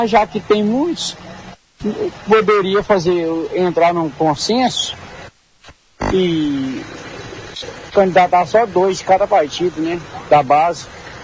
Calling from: Goiás, Brazil; estou falando aqui do Nova Suíça.

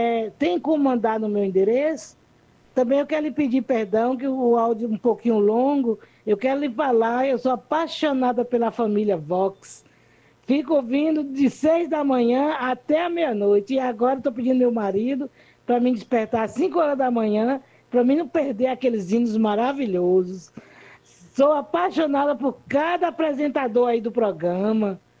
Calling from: Salvador, Bahia, Brazil; eu sou daqui de Salvador, sou deficiente física e visual

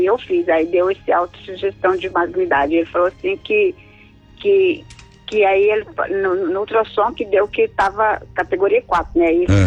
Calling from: Goiás, Brazil; Eu falo do interior de Goiás.

